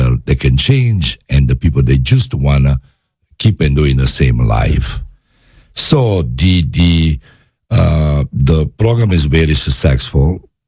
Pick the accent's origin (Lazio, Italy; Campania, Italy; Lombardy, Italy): Campania, Italy; Naples; English is a second language; moved away; Yeah, I'm from Naples.